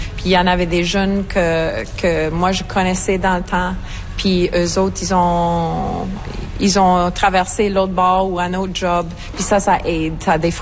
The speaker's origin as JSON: {"language": "French", "region": "New Brunswick", "country": "Canada", "moved": "as an adult", "lives_now": "High River, Canada", "said": "Nouveau-Brunswick. Ouais, Nouveau-Brunswick"}